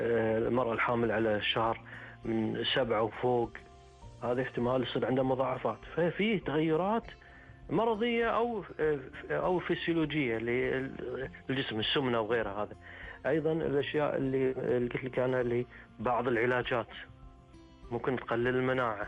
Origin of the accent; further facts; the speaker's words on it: Kuwait; عندنا بالكويت